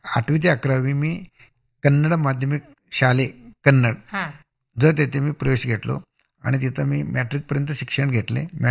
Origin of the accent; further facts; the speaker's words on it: Tikondi, Maharashtra, India; मी स्वतःहून तिकोंडीचा जन्म घेऊन मी बाहेर शिकत होतो आणि माझ्या गावी शिकायला बाहेर गावातून लोक येत होतं.